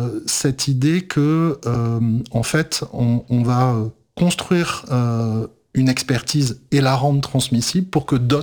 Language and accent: French; Île-de-France, France